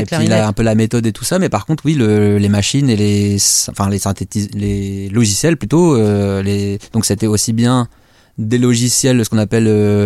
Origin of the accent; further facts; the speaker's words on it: Troyes, Grand Est, France; born there; also born or lived in Lille; Je suis né à Lille et je suis arrivé à Troyes quand même à 10 ans, hein, donc en 96.